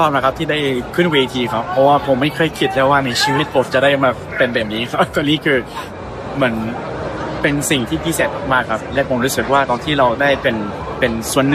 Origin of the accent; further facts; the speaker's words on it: Canada; Thai is a second language; now in Thailand; เป็นคนแคนาดาครับผม